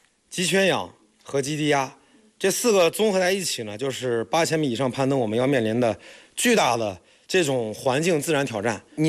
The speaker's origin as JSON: {"language": "Chinese", "town": "Shijiazhuang", "region": "Hebei", "country": "China", "said": "我们石家庄人"}